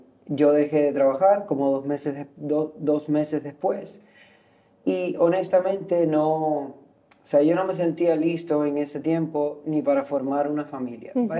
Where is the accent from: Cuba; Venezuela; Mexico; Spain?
Cuba; born there; moved away; Pero luego que ya vine a este país, nací en Cuba, vine a este país, como que todo eso se fue perdiendo, ¿no?